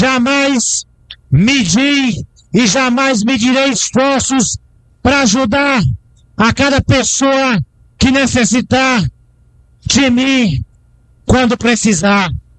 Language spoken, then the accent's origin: Portuguese; Malhada, Bahia, Brazil; ao povo da minha terra natal, a minha querida Canabrava.